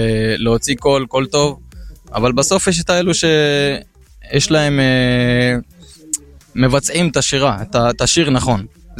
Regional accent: Rehovot, Central District, Israel; now in Ashkelon, Israel; אני נשוי, אבא לשתיים, גר באשקלון כ-4 שנים, אני רחבותי במקור, משפחה מוזיקלית, אח שלי זמר.

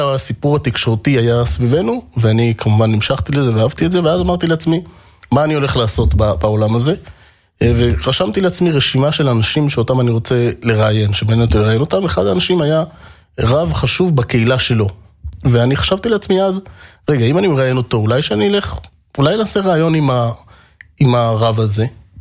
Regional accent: Jerusalem, Jerusalem District, Israel; אני גדלתי בשכונת בתי הונגרים, שזה חלק ממאה שערים, אתה יודע, כל האזור שם נקרא מאה שערים, אבל השכונה הספציפית שבה אני גדלתי זה שכונת בתי הונגרים. גדלתי להורים שלא נולדו שם, הם לא גדלו שם

